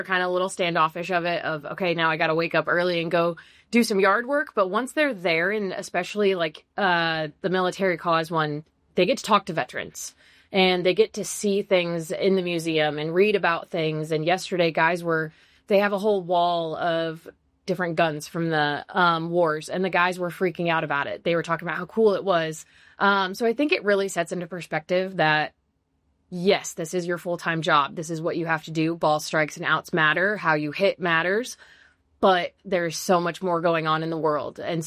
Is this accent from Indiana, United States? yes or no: yes; Fort Wayne, Indiana, United States; I'm from Fort Wayne